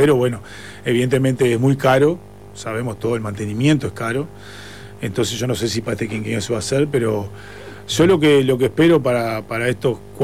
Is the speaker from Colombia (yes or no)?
no; San Carlos, Maldonado, Uruguay